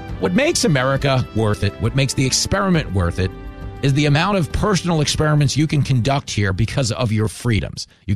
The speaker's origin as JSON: {"language": "English", "town": "Levittown", "region": "New York", "country": "United States", "tie": "born or raised there", "said": "You know, I grew up in Levittown. It was the first World War II community built for American GIs returning home. So I grew up, everybody in my community was a veteran."}